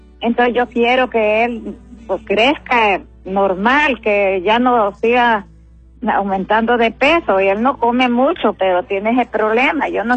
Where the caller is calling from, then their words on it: Juticalpa, Olancho, Honduras; Le estoy llamando de aquí, de Juticalpa, de una aldea, Sopilotepe.